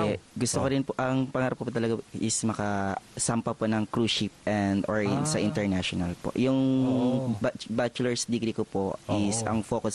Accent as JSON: {"language": "Tagalog", "town": "Gloria", "region": "Oriental Mindoro", "country": "Philippines", "said": "Ako po ay taga-Gloria Oriental Mindoro po."}